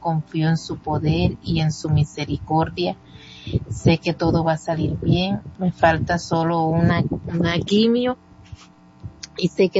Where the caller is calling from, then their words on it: San Andrés de Sotavento, Córdoba, Colombia; Soy de San Andrés de Sotavento.